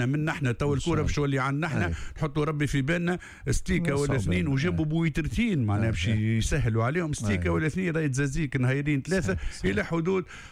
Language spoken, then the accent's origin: Arabic; Tunisia; عندنا في تونس